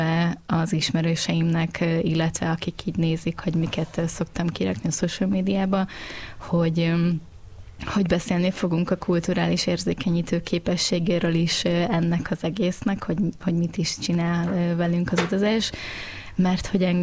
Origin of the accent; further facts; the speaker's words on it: Győr, Győr-Moson-Sopron, Hungary; moved away as an adult; also born or lived in Pécs; én Győrmellől származom, és a családom azóta is ott él, és a középiskola után Pécsre mentem tanulni.